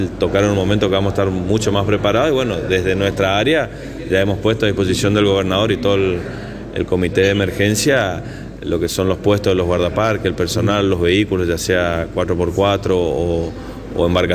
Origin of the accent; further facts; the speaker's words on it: Goya, Corrientes, Argentina; yo que soy de Goya, me voy todos los años al agricultor